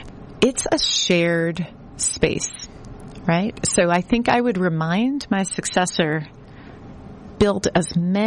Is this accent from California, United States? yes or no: no; Boston, Massachusetts, United States; growing up in Boston and having worked here for my whole professional cultural career